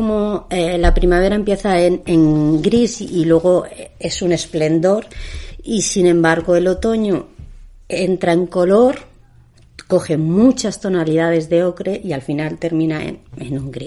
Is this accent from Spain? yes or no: yes; Torrelaguna, Community of Madrid, Spain; Sí, en el hospital de La Paz, pero yo, donde me pregunten, yo nunca diré que soy de Madrid capital, diré que soy de Torrelaguna.